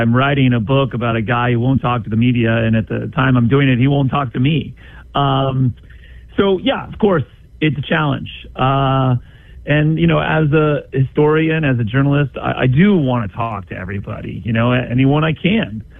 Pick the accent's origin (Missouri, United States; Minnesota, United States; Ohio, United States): Ohio, United States; Cincinnati; And for that book, I spent a lot of time back in the Midwest, back where I was born. I'm born and raised in Cincinnati.